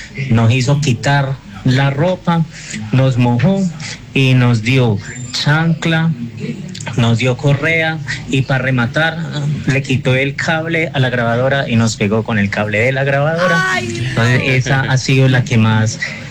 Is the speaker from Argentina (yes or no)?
no; Medellín, Antioquia, Colombia